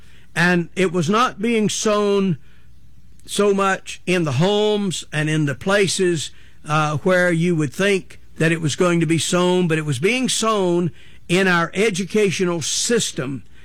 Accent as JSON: {"language": "English", "region": "North Carolina", "country": "United States", "said": "Hey, listen, I'm not from New York. I am from North Carolina."}